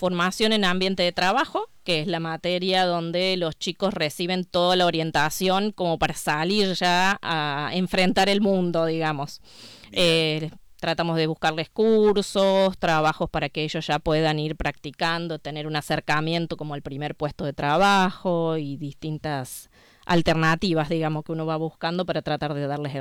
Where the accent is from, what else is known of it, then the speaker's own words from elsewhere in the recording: Las Varas, Córdoba, Argentina; moved away as an adult; now in Ballesteros, Argentina; Yo vengo de la localidad de Las Varas. Estudié ingeniería química. De ahí fue que las cosas de la vida me llevaron a vivir en Ballesteros.